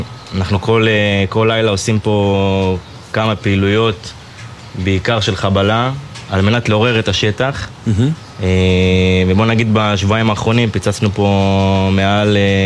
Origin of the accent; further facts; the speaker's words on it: Northern District, Israel; באופן אישי אני נולדתי בצפון, וכבר מגיל קטן אנחנו חיינו במלחמות, אם זה לבנון השנייה